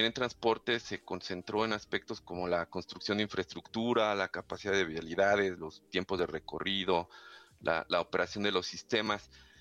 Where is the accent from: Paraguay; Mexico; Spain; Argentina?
Mexico; Nezahualcóyotl, State of Mexico; pero específicamente yo crecí en Valle de Aragón, que es una está en el municipio de Nezahualcóyotl, de Estado de México.